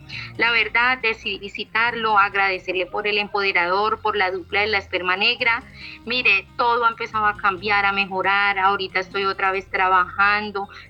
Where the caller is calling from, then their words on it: Envigado, Antioquia, Colombia; yo lo llamo desde Envigado.